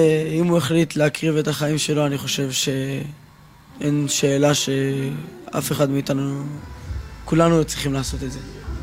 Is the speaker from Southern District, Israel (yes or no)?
yes; Ashdod, Southern District, Israel; כיתה י' ב' מאשדוד